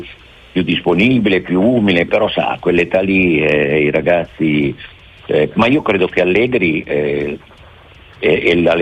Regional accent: Turin, Piedmont, Italy; io sono di Torino

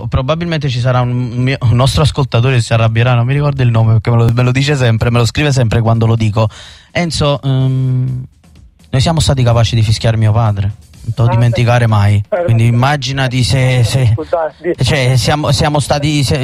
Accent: Naples, Campania, Italy; perché io sono napoletano e me ne vanto e me ne vanterò sempre.

